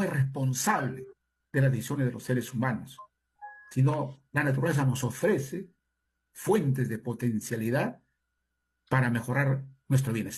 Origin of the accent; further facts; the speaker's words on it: Ancash, Peru; Ah, mi tierra.